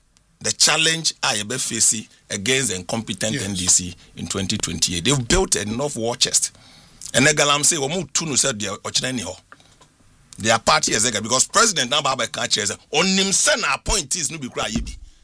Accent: Greater Accra, Ghana; I'm a Dadangwe from Greater Accra.

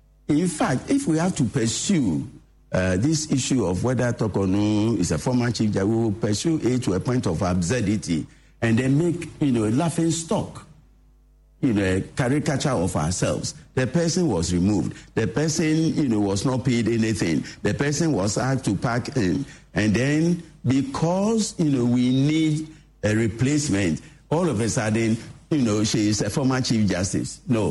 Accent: Ghana; I mean, I'm a Ghanaian, so I know how these things work.

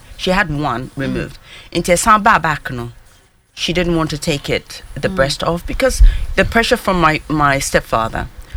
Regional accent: Ghana; I was brought up in Ghana.

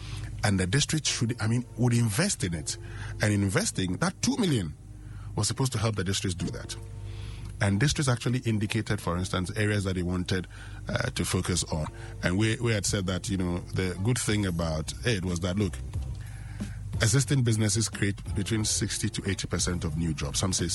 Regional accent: Mpohor, Western Region, Ghana; I come from Mpoho.

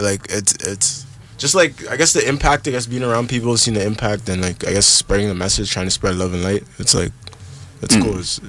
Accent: Toronto, Ontario, Canada; I'm from Toronto.

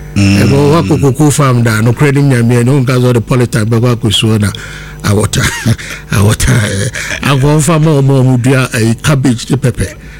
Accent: Ghana; I am a Ghanaian and a proud Ghanaian, for that matter.

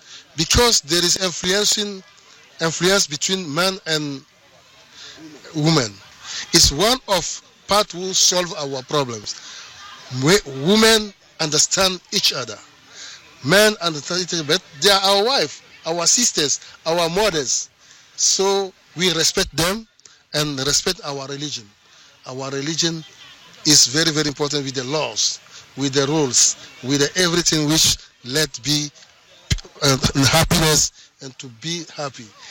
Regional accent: Togo; I can understand it, speak it is a little bit, but I'm from Togo.

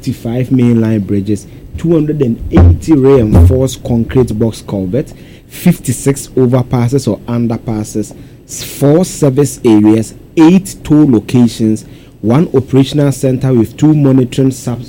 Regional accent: Eastern Region, Ghana; now in Kumasi, Ghana; I come from the Eastern region. I've been using this road actively in the last 12 years since I moved to Kumasi in 2014 for school and state.

